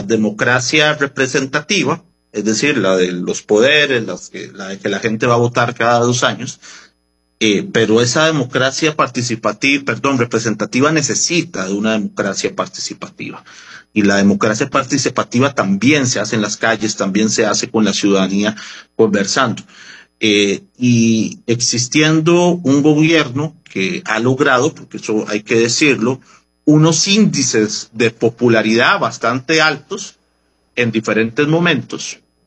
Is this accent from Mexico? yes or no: no; Costa Rica; nuestra propia historia como costarricenses